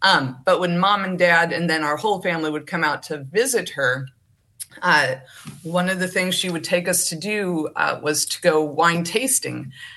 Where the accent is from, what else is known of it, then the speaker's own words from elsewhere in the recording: Midwest, United States; moved away as an adult; now in Southern Oregon, United States; We're from the Midwest farmers out there.